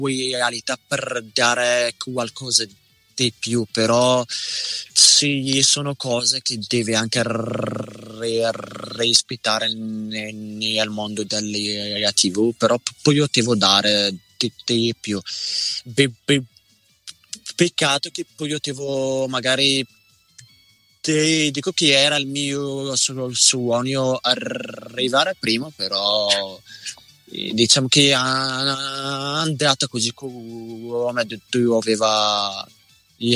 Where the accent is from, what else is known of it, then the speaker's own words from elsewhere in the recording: Morocco; now in Italy; Marocco, io cerco sempre di portare qualcosa, cioè sia un 50% dell'Italia proprio, oppure un 50% del mio paese.